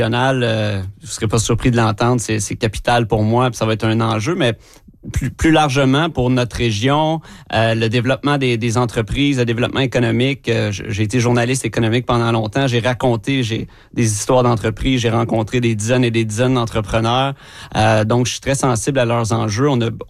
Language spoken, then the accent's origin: French; Quebec, Canada; moved away as an adult; Je suis revenu dans la région, qui est ma région natale. Je viens de l'Estrie. Je suis revenu il y a 5 ans